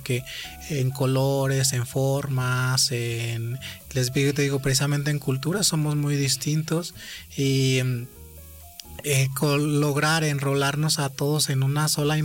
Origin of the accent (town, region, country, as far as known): Mexico